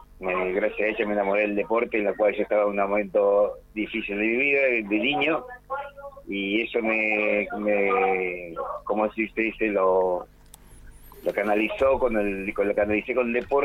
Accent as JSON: {"language": "Spanish", "town": "Río Gallegos", "region": "Santa Cruz", "country": "Argentina", "tie": "born there", "also_born_or_lived": "Gobernador Gregores", "said": "Me inicié, yo soy nacido en Río Gallegos, y yo me inicié en Gobernador Gregores. Uh-huh. Con mi madre vivía allá"}